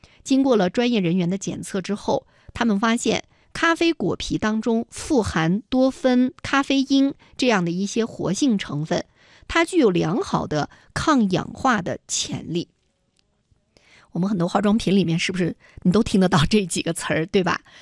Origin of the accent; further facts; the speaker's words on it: Yunnan, China; 但是我们云南人是不满足于此的。